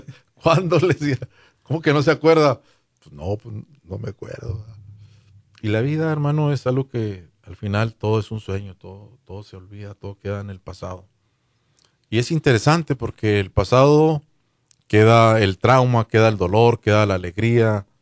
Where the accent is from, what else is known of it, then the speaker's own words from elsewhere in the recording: Chihuahua, Mexico; O sea, en Chihuahua, yo soy chihuahuense